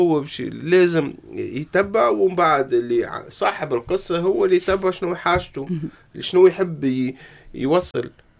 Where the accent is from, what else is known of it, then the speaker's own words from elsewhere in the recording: Tunisia; تتماشى مع هويتنا العربية والتونسية بالخصوص